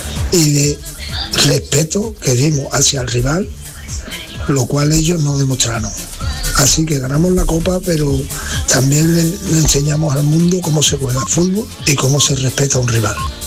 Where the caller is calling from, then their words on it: Seville, Andalusia, Spain; de Sevilla